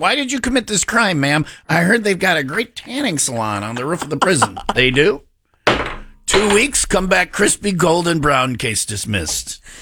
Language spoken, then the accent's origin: English; New Jersey, United States; It's a small state. I'm from Jersey.